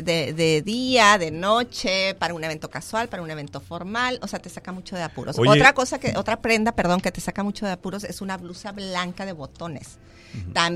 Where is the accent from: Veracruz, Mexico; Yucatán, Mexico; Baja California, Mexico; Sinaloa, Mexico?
Baja California, Mexico; Tijuana; Nací en Tijuana, fíjate, uh-huh. Yo sí soy tijuanense.